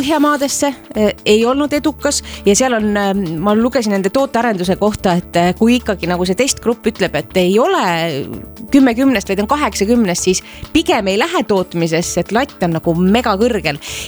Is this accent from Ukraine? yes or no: no; Latvia; Estonian is a second language; Ma olen lätlane. Ma olen lätlane